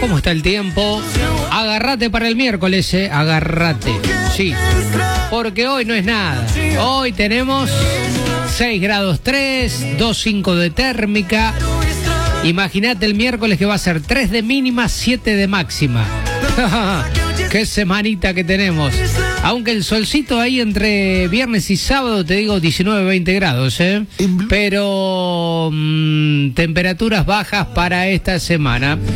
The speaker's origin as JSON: {"language": "Spanish", "country": "Argentina", "said": "Pero cuando juega en la selección no importa si es de River, de Boca, de San Lorenzo, somos todos argentinos, vamos."}